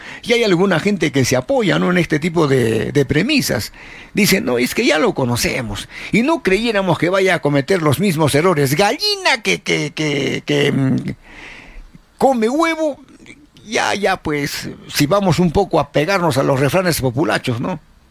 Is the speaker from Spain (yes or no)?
no; Arequipa, Peru